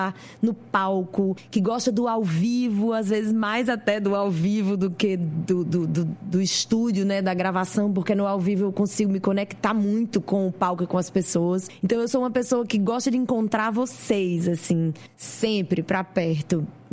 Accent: Natal, Rio Grande do Norte, Brazil; moved away as an adult; Bom, gente, eu sou do Rio Grande do Norte, mais especificamente de Natal. Saí de Natal há alguns anos para morar no Sudeste e fazer minha carreira de cantora e artista.

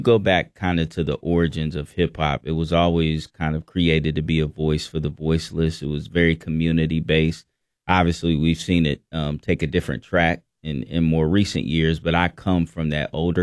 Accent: Lexington, Kentucky, United States; Lexington, Kentucky. Yep. My father was from Danville. My mother grew up in the housing projects here, Bluegrass, Aspendale. And so I grew up on the south side, the Tace Creek area, graduated from Tace Creek High School.

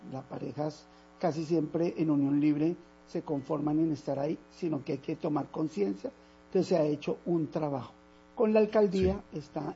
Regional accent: Bogotá, Colombia; Porque como yo soy rolo, a mí me gusta estar activo. O sea, uno de Bogotá viene en una actividad que es muy diferente al clima.

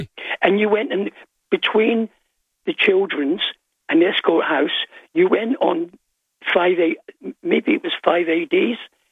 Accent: Glasgow, Scotland, United Kingdom; born there; because I was born in Glasgow, God gave me a tongue.

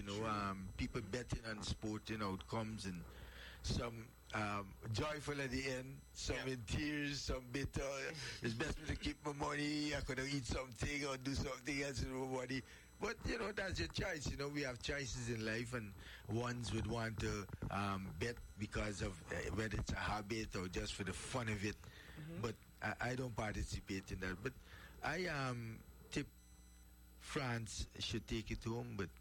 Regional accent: Guyana; I'm South American by nature. I'm Guyanese in South America

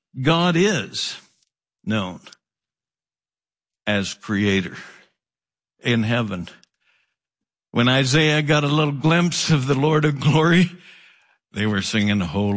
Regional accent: Oregon, United States; I grew up in Oregon. And I'm getting old.

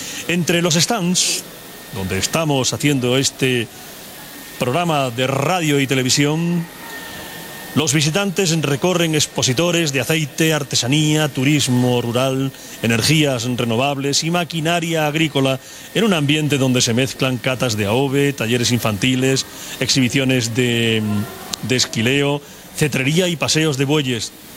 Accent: Andalusia, Spain; A nosotros Sierra Mágina siempre nos ha liado. Venimos de la comarca de La Loma.

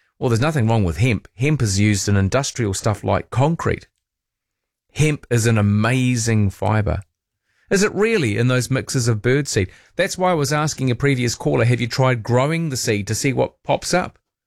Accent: Wellington, New Zealand; also born or lived in Christchurch; I was born in Christchurch. Does it feel like home? Not really. I was about 2 foot tall when we left Christchurch. Wellington is a city that's very close to my heart. Then over to Wairarapa, where I spent most of my lif

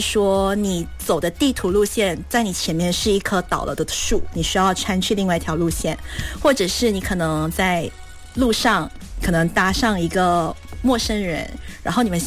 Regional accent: Malaysia; 就是我们是马来西亚人嘛，马来西亚人的话就是没有冬天的装备

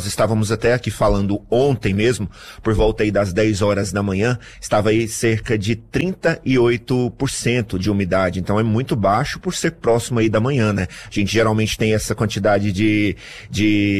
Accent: Jataí, Goiás, Brazil; lá na minha cidade tem uma umidade um pouquinho maior, em Jataí, Goiás.

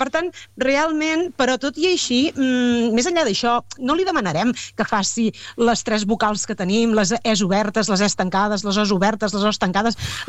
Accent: Riudoms, Catalonia, Spain; jo sí que sóc de Riudoms, ho dic així clarament

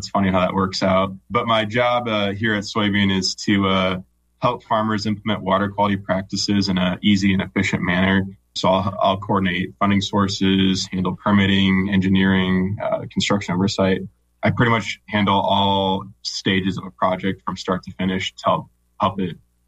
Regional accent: Belmont, Iowa, United States; I grew up in Belmont, Iowa originally

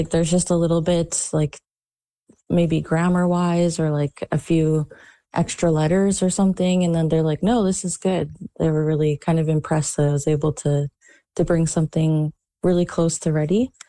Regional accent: British Columbia, Canada; I grew up on Okanagan Indian Band, and I did some learning of in Sealishin like during kindergarten and a little bit growing up

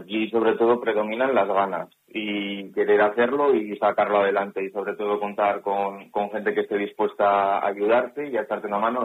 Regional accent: Guriezo, Cantabria, Spain; qué mejor que hacerlo en mi pueblo.

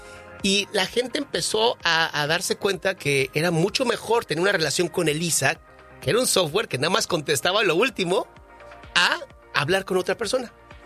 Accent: Mexico; moved away; yo sí soy mexicano porque nací en México, pero mis papás son argentinos.

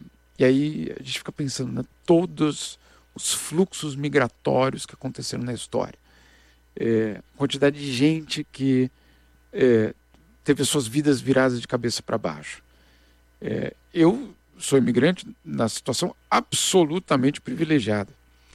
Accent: Brazil; É, eu sei que eu sou brasileiro. Eu só tenho um passaporte brasileiro. Então eu tenho certeza que eu sou brasileiro.

